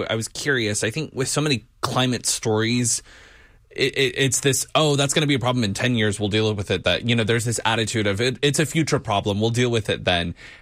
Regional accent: Texas, United States; I grew up in Texas

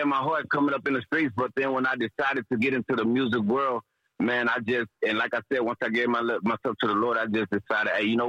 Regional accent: Huntsville, Alabama, United States; born there; I was born in Huntsville.

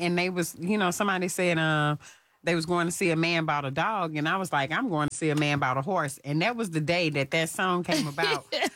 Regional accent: Clinton, Louisiana, United States; also born or lived in Baton Rouge, Louisiana; I'm from Clinton, Louisiana, but I've lived in Baton Rouge also.

